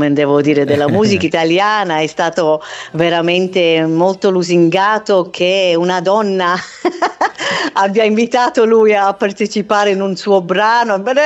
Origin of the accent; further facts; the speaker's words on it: Melbourne, Victoria, Australia; come io sono nata artisticamente in Australia, a Melbourne, e quindi da piccola prendevo lezioni da una maestra australiana